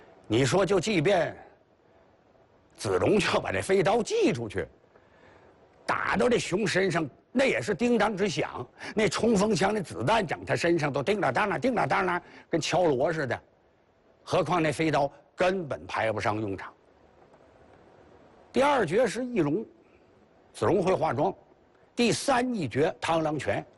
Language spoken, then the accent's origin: Chinese; China; 现在我们中国人